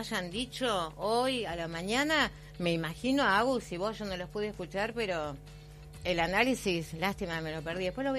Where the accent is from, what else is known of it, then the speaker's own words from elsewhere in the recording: Argentina; somos intensos los argentinos